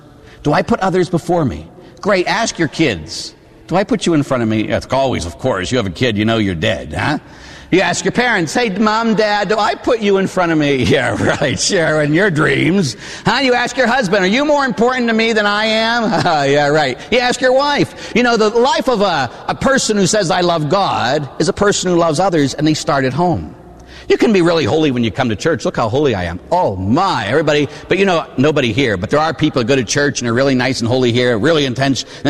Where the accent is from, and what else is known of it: Pittsburgh, Pennsylvania, United States; born or raised there